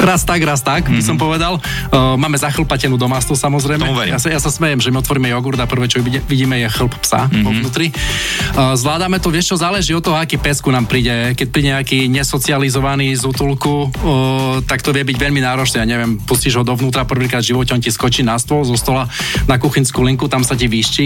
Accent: Bardejov, Prešov Region, Slovakia; lebo my sme až z Bardejova.

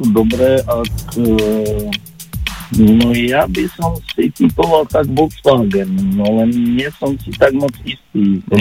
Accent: Bardejov, Prešov Region, Slovakia; pochádzam, akože moje rodné mesto je Bardejov.

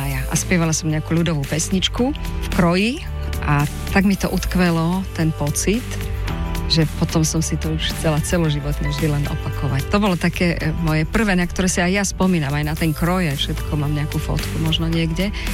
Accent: Stropkov, Prešov Region, Slovakia; pochádzam zo Stropkova, z mestečka severovýchodu

